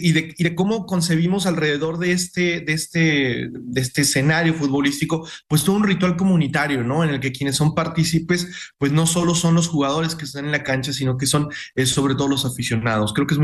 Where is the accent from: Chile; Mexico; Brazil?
Mexico; nosotros como comunidad, como mexicanos.